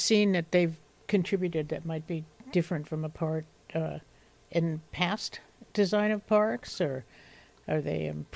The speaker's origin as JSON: {"language": "English", "area": "East Bay", "region": "California", "country": "United States", "tie": "born or raised there", "said": "growing up in the Indian community"}